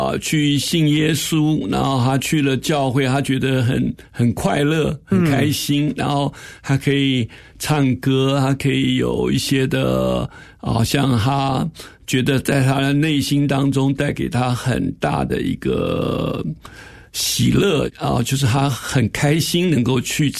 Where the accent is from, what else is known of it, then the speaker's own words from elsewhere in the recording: China; 我说我们中国人这么苦，为什么耶稣不生在中国呢？